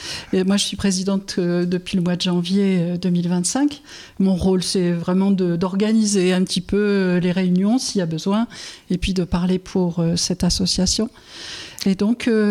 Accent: Normandy, France; moved away as an adult; now in Boulogne-sur-Gesse, France; je suis originaire de la Normandie.

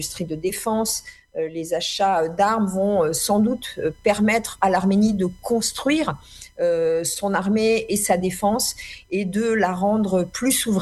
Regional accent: France; moi en tant que française d'origine arménienne

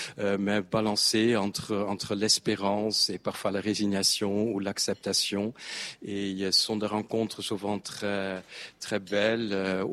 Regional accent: Netherlands; French is a second language; moved away as an adult; now in France; Je suis néerlandais et donc venu il y a 35 ans en France. J'ai fait une formation à Amsterdam d'universitaire pendant 5 ans

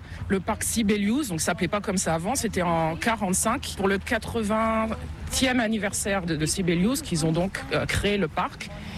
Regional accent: France; now in Helsinki, Finland; je suis une Française établie en Finlande depuis 22 ans. Helsinki probablement depuis 17 ans.

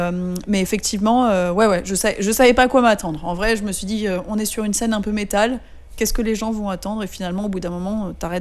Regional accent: Paris, Île-de-France, France; mon père est anglais, ma mère est française et je suis née à Paris, j'ai toujours vécu en France.

